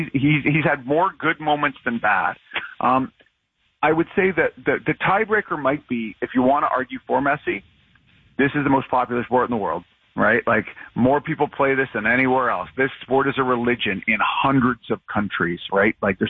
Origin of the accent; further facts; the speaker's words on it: Vancouver, British Columbia, Canada; I'm from Vancouver originally.